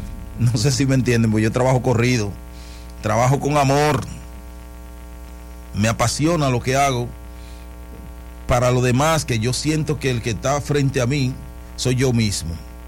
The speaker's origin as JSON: {"language": "Spanish", "country": "Dominican Republic", "said": "aquí somos dominicanos"}